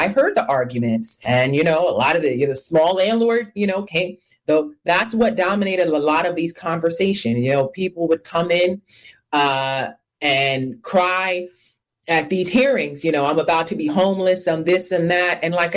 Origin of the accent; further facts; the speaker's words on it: Brownsville, New York, United States; I didn't grow up with a silver spoon. I grew up in Brownsville, right? With most of the time with a single mother.